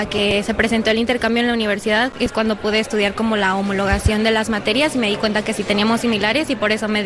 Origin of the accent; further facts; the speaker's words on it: Mexico; now in León, Spain; Sí, solamente llevamos unos días, como una semanita, venimos llegando desde México.